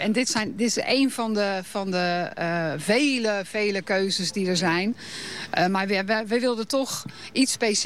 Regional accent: Alphen aan den Rijn, South Holland, Netherlands; We komen ook uit Alfa aan de Rijn.

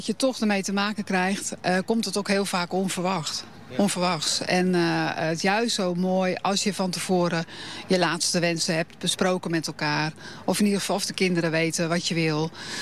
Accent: Alphen aan den Rijn, South Holland, Netherlands; We komen ook uit Alfa aan de Rijn.

